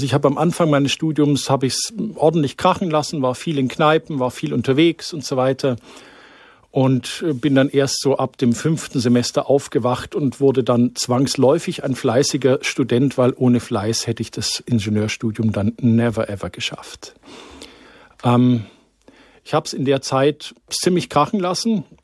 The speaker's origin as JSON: {"language": "German", "town": "Waiblingen", "region": "Baden-Württemberg", "country": "Germany", "tie": "born or raised there", "also_born_or_lived": "Munich", "moved": "as an adult", "said": "Also ich bin katholisch sozialisiert aufgewachsen, wie man so schön sagt. Ich komme aus Waiblingen bei Stuttgart, aus dem schönen Remstal, wo leckerer Trollinger herkommt. Und meine Familie ist jeden Sonntag in die Kirche gegangen."}